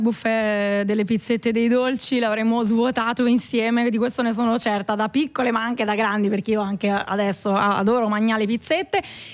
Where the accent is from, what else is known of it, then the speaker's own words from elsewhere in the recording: Bologna, Emilia-Romagna, Italy; now in Rome, Italy; Sì, perché io sono nata un pochino più su, sono di Bologna … appunto vivo a Roma ormai da tanti anni, quindi sono anche una meticcia, sono perché papà è di su e mamma è di giù e poi vivo qua